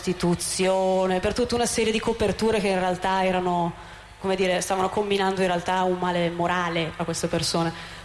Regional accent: Brescia, Lombardy, Italy; Fu una grande, davvero una tragedia per la nostra città. E pensate che Brescia fu rinominata la Frociopoli d'Italia.

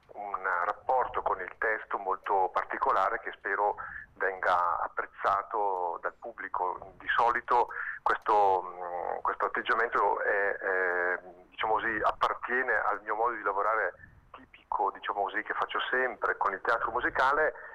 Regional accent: Brescia, Lombardy, Italy; c'è anche la coreografa che è di Brescia, e quindi una parte di questi, diciamo, del cast produttivo è della nostra città

